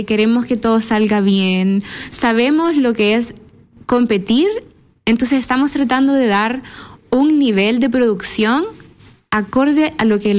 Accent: El Salvador; moved away as an adult; now in Chile; Yo soy de El Salvador, sí.

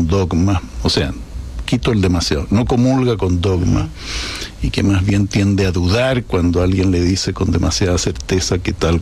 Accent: Chile; me duelen más los chilenos, y ahí me doy cuenta, entre otras razones, de que sigo siendo más chileno, a pesar de que soy español también.

